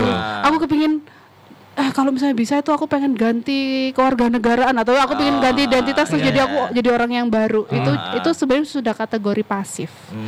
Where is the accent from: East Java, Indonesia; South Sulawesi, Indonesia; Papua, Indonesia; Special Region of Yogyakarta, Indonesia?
East Java, Indonesia; Malang; Kalau karena aku orang Malang ya.